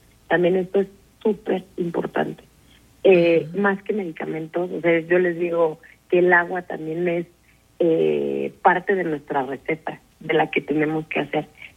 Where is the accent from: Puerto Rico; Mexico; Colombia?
Mexico; Nosotros, luego como mexicanos, no tenemos una dieta tan alta en proteína